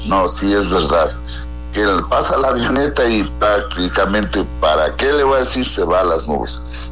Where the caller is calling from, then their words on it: Latacunga, Cotopaxi, Ecuador; yo vivo al nororiente de la Tacunga